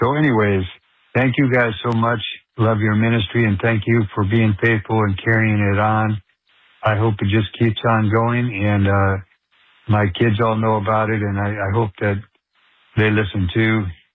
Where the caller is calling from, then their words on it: Hollister, California, United States; I'm listening from Hollister, California on the podcast.